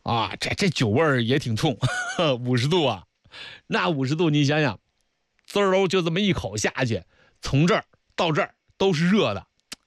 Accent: Shaoxing, Zhejiang, China; 咱们绍兴人

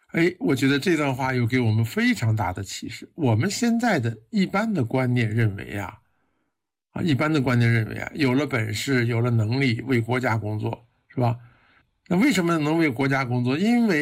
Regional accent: China; 我们中国人

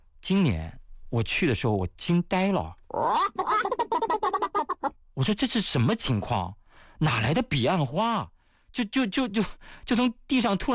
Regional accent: China

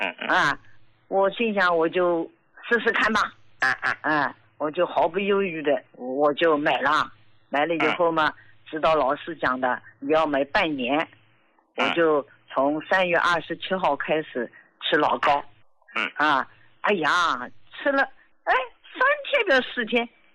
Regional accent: Jiangsu, China; 我今年73岁，我是江苏的。

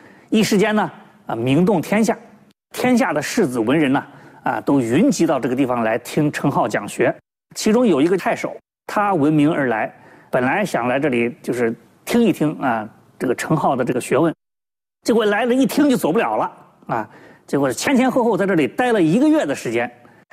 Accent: China

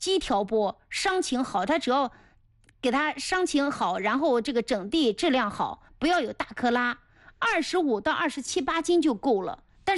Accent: Mengcheng, Anhui, China; 我的家乡在蒙城啊

